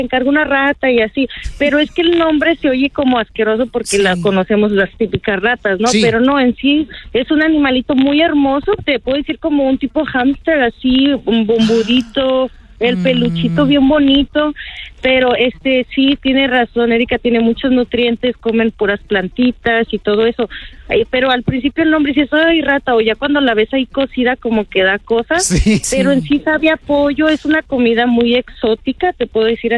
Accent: Zacatecas, Mexico; now in Moreno Valley, United States; yo soy originaria de Zacatecas y soy de Moreno Valley.

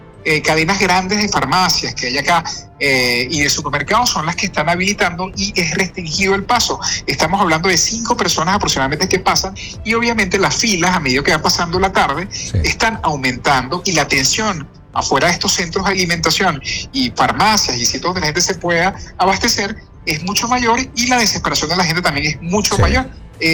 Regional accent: Maturín, Monagas, Venezuela; now in Caracas, Venezuela; yo soy de Oriente, soy de Maturín

